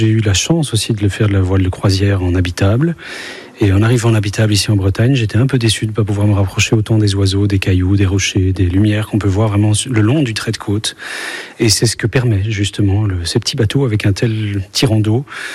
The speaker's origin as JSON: {"language": "French", "town": "Brussels", "region": "Brussels-Capital Region", "country": "Belgium", "tie": "born or raised there", "moved": "as an adult", "lives_now": "Brittany, France", "said": "moi, je suis originaire de Bruxelles."}